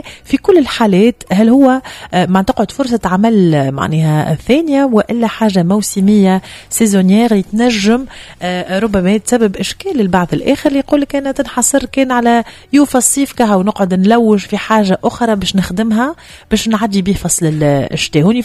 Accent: Tunisia; كما نقولوا بالتونسي

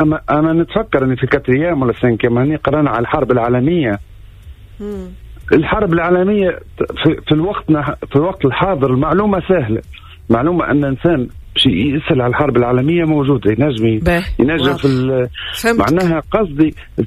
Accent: Tunisia; now in Switzerland; أما الأصل من تونس معنا مش مولود في سويسرا.

